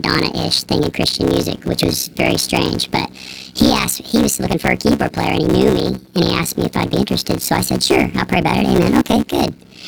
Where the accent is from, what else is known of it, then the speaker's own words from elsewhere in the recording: Nashville, Tennessee, United States; And I actually started auditing classes at Belmont while I was still in high school, because I grew up in Nashville.